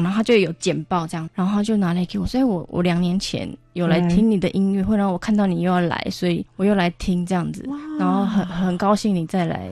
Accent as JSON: {"language": "Chinese", "town": "Yuanli", "region": "Miaoli County", "country": "Taiwan", "tie": "born or raised there", "moved": "as an adult", "said": "其实苑里就是我长大的地方，我现在结束我的学习回来家里住，知道说苑里，像比如说我连要搭高铁，它是在苗栗跟台中的中间，所以我要到两边都不容易，它算是一个交通很不方便的地方。"}